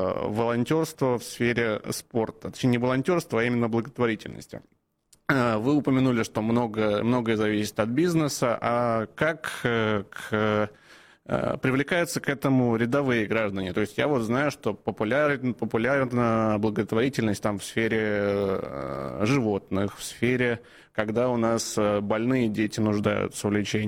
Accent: Moscow Oblast, Russia; я вырос в Подмосковье

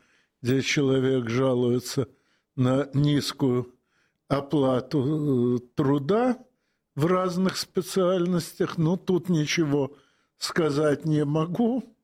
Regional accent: Odesa, Odesa Oblast, Ukraine; born there

